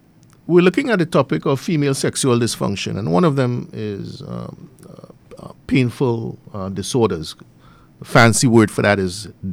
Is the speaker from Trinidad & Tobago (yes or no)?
yes; Trinidad & Tobago; as a Trinidadian